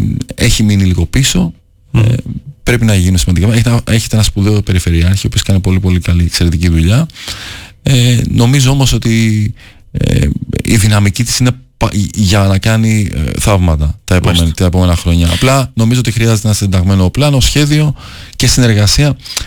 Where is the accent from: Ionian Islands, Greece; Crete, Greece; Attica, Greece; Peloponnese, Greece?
Attica, Greece; Athens; Ήρθαν πρόσφυγες μικρά παιδιά στην Αθήνα. Μεγαλώσαμε στην Αθήνα. Αγαπάω πάρα πολύ τον τόπο μου στην Καβάλα.